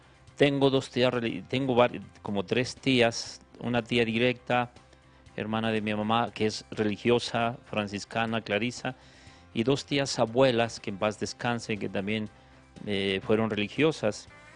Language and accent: Spanish; Guadalupe, Zacatecas, Mexico; soy de Guadalupe, Zacatecas